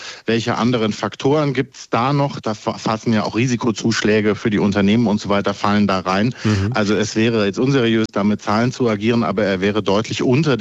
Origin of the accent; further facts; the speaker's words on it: Bavaria, Germany; bin ja aus Bayern, nicht aus Hessen